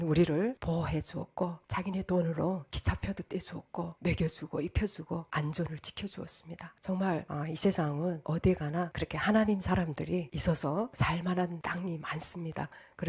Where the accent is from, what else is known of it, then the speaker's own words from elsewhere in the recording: North Korea; 나는 갈 데가 없다고. 나는 조선에서 왔다고 하니까 깜짝 놀라는 거죠.